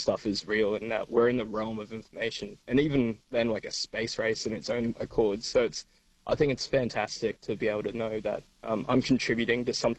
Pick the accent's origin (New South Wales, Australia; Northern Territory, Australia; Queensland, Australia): Northern Territory, Australia; Darwin; now in South Australia, Australia; And so when we first moved down, we're originally from Darwin, Northern Territory, and yeah, we moved down to SA.